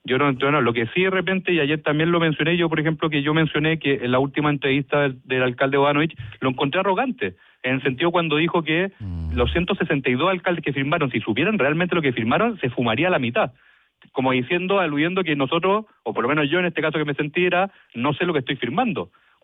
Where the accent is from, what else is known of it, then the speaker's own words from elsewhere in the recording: Chile; yo también como ciudadano chileno